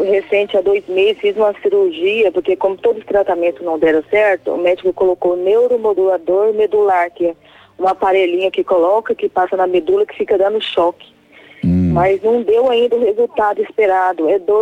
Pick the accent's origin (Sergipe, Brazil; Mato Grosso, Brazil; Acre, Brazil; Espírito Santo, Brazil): Mato Grosso, Brazil; Sinop; Eu sou de Sinop, Mato Grosso.